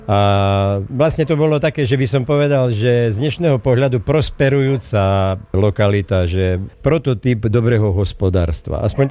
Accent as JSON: {"language": "Slovak", "region": "Prešov Region", "country": "Slovakia"}